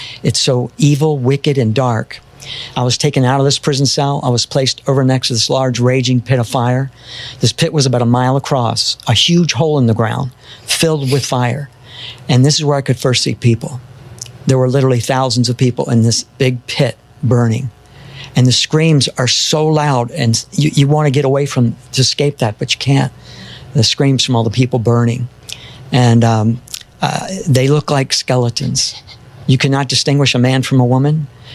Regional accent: Florida, United States; I used to surf a lot here in Florida. I grew up in Florida.

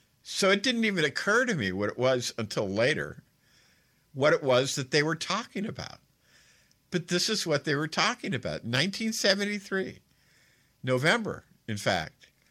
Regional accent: New York, United States; I'm from the Northeast. I'm from New York. We don't have such backwards types of things there.

